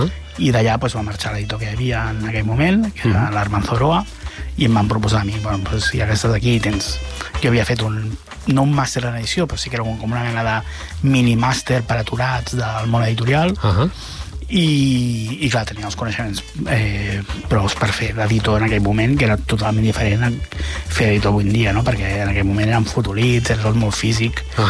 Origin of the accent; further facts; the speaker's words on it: Sabadell, Catalonia, Spain; jo sóc de Sabadell i en aquella època Norma tenia tendes franquiciades a molts llocs i hi havia una Norma Sabadell.